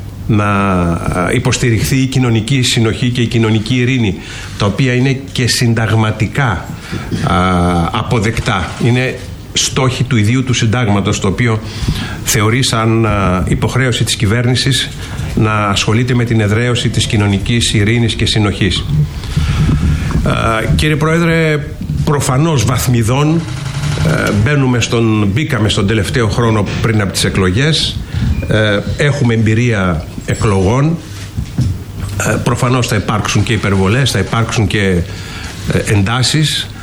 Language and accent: Greek; Ioannina, Epirus, Greece; στα Γιάννενα ο Υπουργός Οικονομικών με αφορμή ένα αναπτυξιακό συνέδριο που γινόταν εκεί στην πατρίδα μου